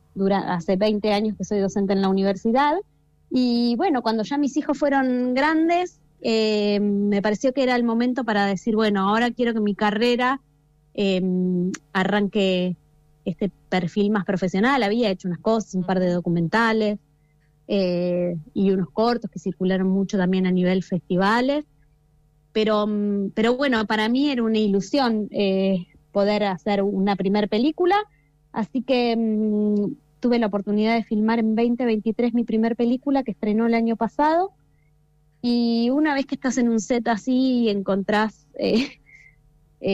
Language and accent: Spanish; La Plata, Buenos Aires Province, Argentina; also born or lived in Gaiman, Chubut; Yo soy platense